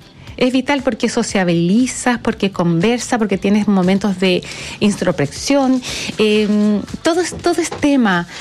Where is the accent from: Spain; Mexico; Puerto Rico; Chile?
Chile; Valdivia, Los Ríos; born there; en Valdivia, que es mi ciudad, yo nací en Valdivia, mi familia es de allá